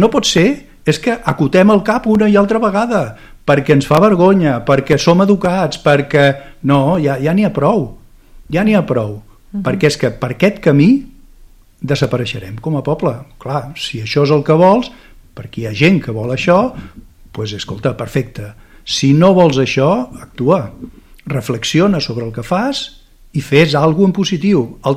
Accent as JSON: {"language": "Catalan", "region": "Catalonia", "country": "Spain", "said": "nosaltres, com a catalans, com a fet diferencial, desapareguem."}